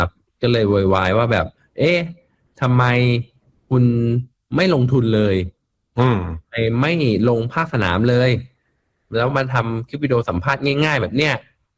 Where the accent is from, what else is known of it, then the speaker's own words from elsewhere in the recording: Bangkok, Thailand; ผู้ว่าชาติชาตินี่คือผมก็จะอวยก็อวยแหละเพราะเราคนกรุงเทพเนาะเราเห็นความเปลี่ยนแปลงในกรุงเทพแบบค่อนข้างเยอะ